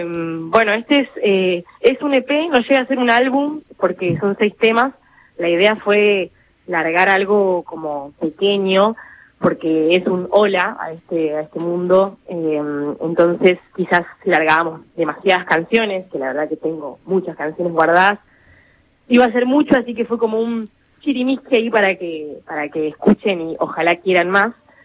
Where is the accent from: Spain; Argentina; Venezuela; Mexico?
Argentina; Capilla del Monte, Córdoba; agarrar las raíces de donde vengo, como contabas recién ahí, Capilla del Monte, un hermoso pueblo de naturaleza que da mucho espacio a la introspección